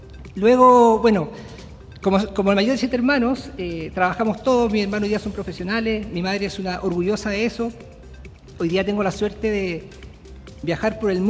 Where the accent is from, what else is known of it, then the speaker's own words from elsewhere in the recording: Pichilemu, O'Higgins, Chile; Yo soy oriundo de Pichilemu, soy el mayor de 7 hermanos y comencé mi trabajo a los 8 años.